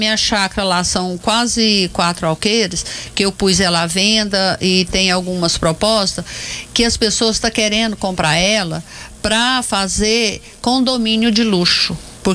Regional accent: Morrinhos, Goiás, Brazil; now in Anápolis, Brazil; Nascida e criada lá.

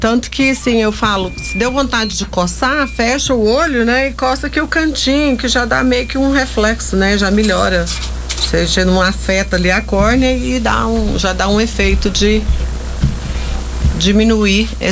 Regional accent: Itapuranga, Goiás, Brazil; now in Anápolis, Brazil; Itapuranga

